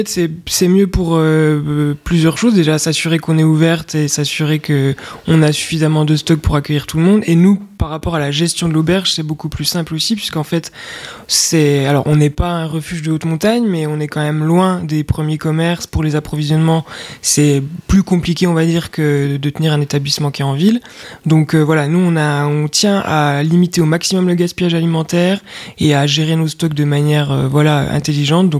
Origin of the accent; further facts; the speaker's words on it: Besançon, Bourgogne-Franche-Comté, France; moved away as an adult; now in Valdrôme, France; nous, on est originaire de Franche-Comté. On vient de Besançon.